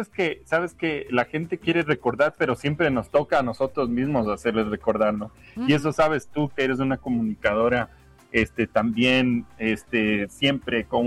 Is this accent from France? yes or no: no; Ecuador; moved away as an adult; also born or lived in United States; now in Mexico City, Mexico; todo lo que somos de Ecuador